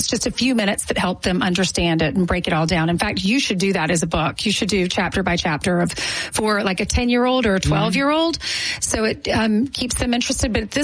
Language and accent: English; South Carolina, United States; moved away; I grew up in South Carolina